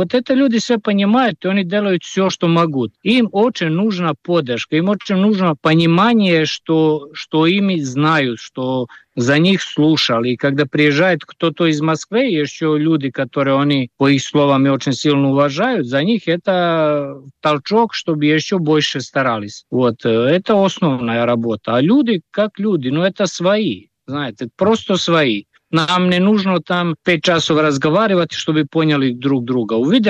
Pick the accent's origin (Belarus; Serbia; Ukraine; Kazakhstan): Serbia; Russian is a second language; moved away; Ну как, я просто уехал из Сербии 2013 года, не хотелось больше жить там.